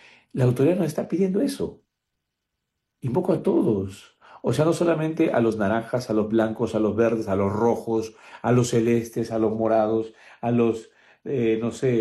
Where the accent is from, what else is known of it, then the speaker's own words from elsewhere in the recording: Peru; Que vivamos como peruanos de fe